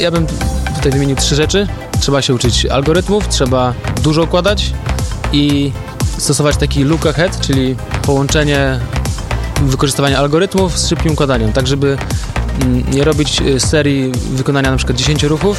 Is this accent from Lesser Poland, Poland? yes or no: no; Opole Voivodeship, Poland; Ja z Opolszczyzny znam może kilku takich speedcuberów